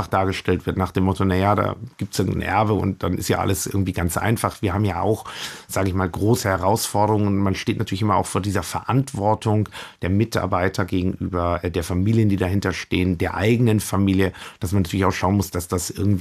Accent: Coburg, Bavaria, Germany; moved away as an adult; also born or lived in New York; ich bin aufgewachsen in Coburg, ich kannte Coburg

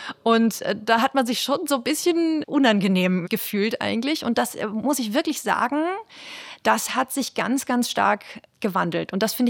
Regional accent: Germany; now in Austria; dass ich als Deutsche in Österreich nicht wählen darf und bald dann auch mein deutsches Wahlrecht verliere

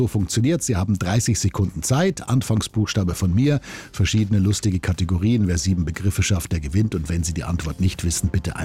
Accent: Regensburg, Bavaria, Germany; Anita, ich komme ja aus Regensburg, kenne das nahe Abensberg ganz gut.

